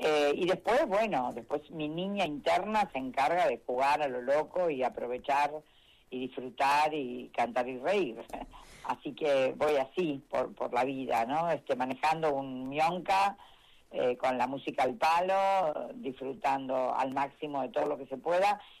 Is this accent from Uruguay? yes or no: no; Argentina; Somos Argentina con Maradona, con Messi.